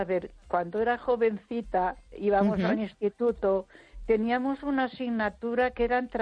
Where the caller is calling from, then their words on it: Ponferrada, Castile and León, Spain; de Ponferrada.